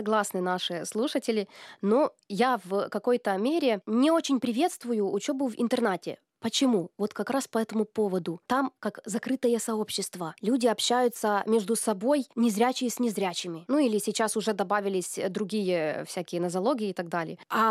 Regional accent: Chernivtsi, Chernivtsi Oblast, Ukraine; moved away as an adult; now in Belarus; Я из Украины, город Черновцы, маленький Париж его еще называют. Там очень-очень красивая архитектура, очень такой славный город. Мне 30 лет, в Беларуси уже живу 6 лет.

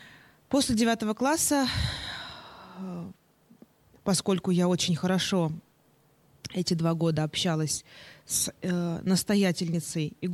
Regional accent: Klin, Moscow Oblast, Russia; born there; Я родилась в небольшом городе под Москвой под названием Клин.

